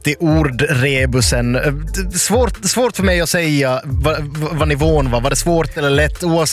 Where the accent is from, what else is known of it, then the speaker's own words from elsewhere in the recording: Nykarleby, Ostrobothnia, Finland; I min hemort Nykarleby, min hemkommun Nykarleby